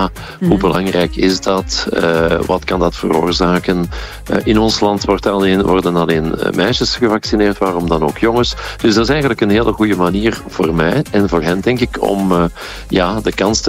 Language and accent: Dutch; Belgium